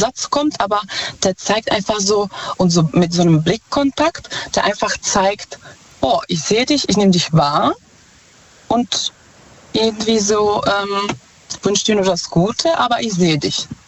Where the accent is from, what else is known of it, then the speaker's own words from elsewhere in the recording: Czechia; German is a second language; now in Germany; Ich komme ursprünglich aus Tschechien.